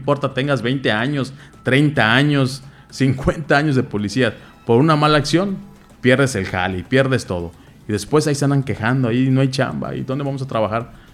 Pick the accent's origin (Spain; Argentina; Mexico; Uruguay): Mexico; Mi colonia es La Jardines. Muchos saben que vivo en La Jardines. Ahí crecí literalmente en La Jardines y en la López Mateos.